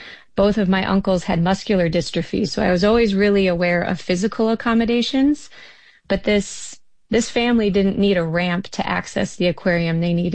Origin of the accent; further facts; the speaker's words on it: Wisconsin, United States; I'm from Wisconsin